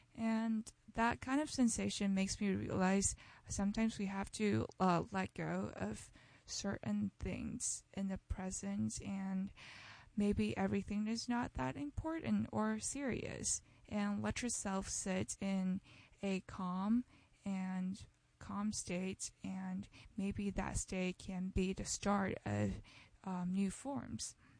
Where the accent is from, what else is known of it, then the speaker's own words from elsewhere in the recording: Shanghai, China; And maybe because my home city is beside the sea. I'm from Shanghai. It's really close to the sea, and we have a river that runs across the city.